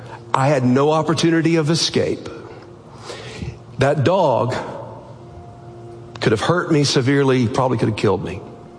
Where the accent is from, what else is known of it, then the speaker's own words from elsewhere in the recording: Alabama, United States; where I grew up in North Alabama, it was in the Appalachian foothills